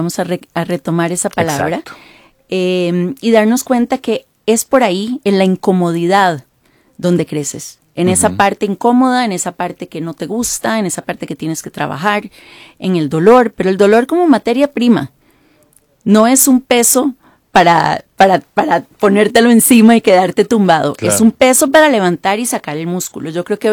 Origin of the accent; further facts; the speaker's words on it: Costa Rica; born there; moved away; also born or lived in Washington / New York / Miami; Yo nací en Costa Rica. De padres, que nacieron en Costa Rica, pero de abuelos polacos, austriacos. Viví en Washington, viví en Nueva York, viví en Miami.